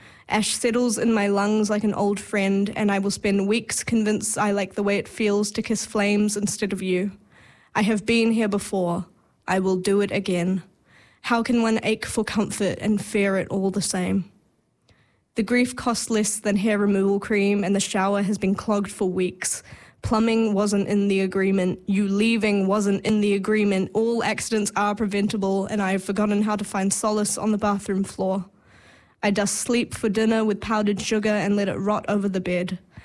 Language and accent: English; Auckland, New Zealand; moved away as an adult; now in Wellington, New Zealand; I use she, they pronouns. I am originally from Tamaki Makaurau, but I moved to Te Whanganui Atara in 2019.